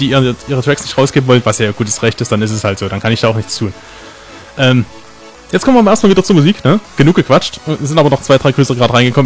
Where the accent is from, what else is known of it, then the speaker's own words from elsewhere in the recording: eastern Germany, Germany; Ist schwierig, als Ostdeutscher auszusprechen.